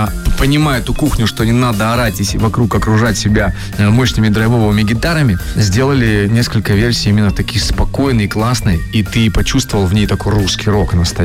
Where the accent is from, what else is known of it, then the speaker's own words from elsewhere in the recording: Chelyabinsk, Chelyabinsk Oblast, Russia; Я из Челябинска